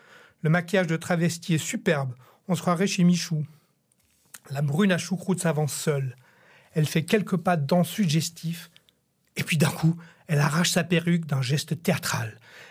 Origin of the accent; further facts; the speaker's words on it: Geneva, Switzerland; Chez moi, en Suisse, est créé le comité pour le boycott des courts-ménages et obligatoires pour jeunes filles. Ce mouvement est médiatisé comme grève des casseroles. Moi, à Genève, je venais d'avoir 15 ans.